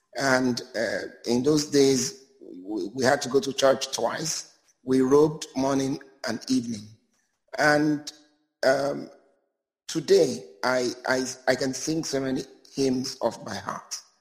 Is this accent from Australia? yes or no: no; Okrika, Rivers, Nigeria; growing up in Okrika, as Mike and I did